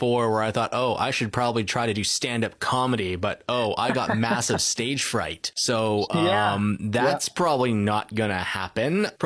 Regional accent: Saskatchewan, Canada; also born or lived in Alberta; I'm going to have more fans out in Ontario when I'm from Saskatchewan, Alberta.

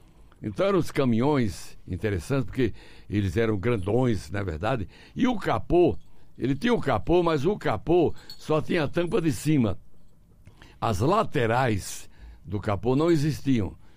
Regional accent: São Gonçalo, Paraíba, Brazil; born there; Você sabe que o povo da Paraíba, justamente ali em São Gonçalo, onde tem o açude de São Gonçalo, onde eu nasci

